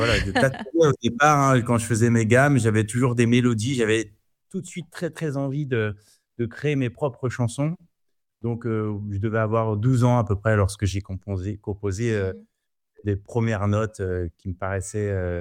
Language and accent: French; Paris, Île-de-France, France; Je suis un Parisien, vraiment, je suis fier de l'être.